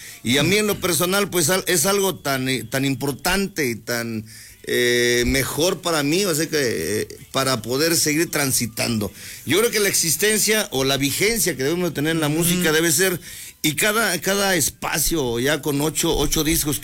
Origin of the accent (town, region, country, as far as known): Mexico